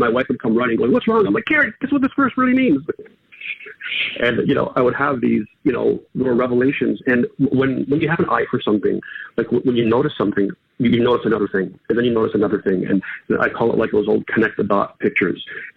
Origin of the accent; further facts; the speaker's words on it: Canada; I can't see it as a Canadian.